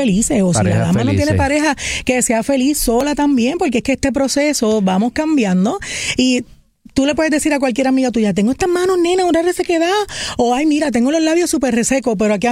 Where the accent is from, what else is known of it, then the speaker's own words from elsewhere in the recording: Vega Baja, Puerto Rico; Yo también soy de Vega Baja, como Rebeca y Esther.